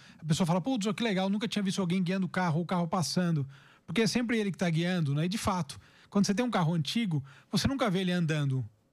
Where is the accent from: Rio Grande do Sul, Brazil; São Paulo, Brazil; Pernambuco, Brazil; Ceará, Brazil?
São Paulo, Brazil; Rio Claro; born there; Não sou do interior. Eu nasci em Rio Claro, mas minha família toda é de Araraquara, né?